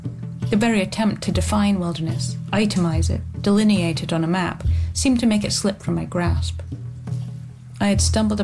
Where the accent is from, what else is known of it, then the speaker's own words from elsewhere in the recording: Scotland, United Kingdom; I grew up in the Highlands of Scotland, I'd say about a mile outside of a village. I'm not sure I would describe it as a wilderness. You know, it was a farming region.